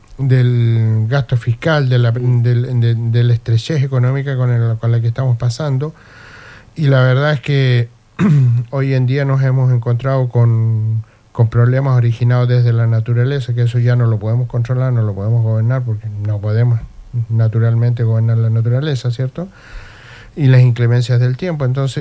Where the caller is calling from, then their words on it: Chile; nosotros hemos trabajado toda la vida en Chile, somos chilenos